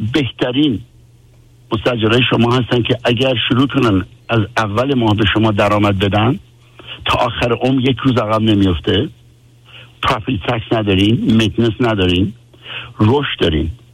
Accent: Iran; به عنوان یک ایرانی

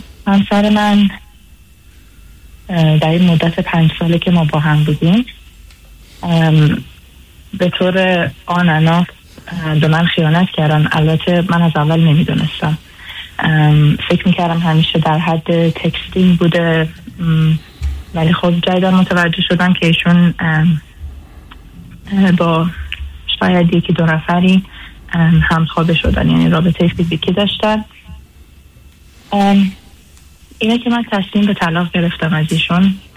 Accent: Afghanistan; now in Australia; ما اهل افغانستان هستیم.

